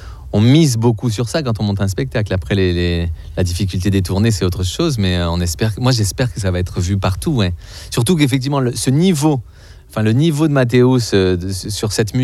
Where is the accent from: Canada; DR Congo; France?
France; Marseille, Provence-Alpes-Côte d'Azur; je suis marseillais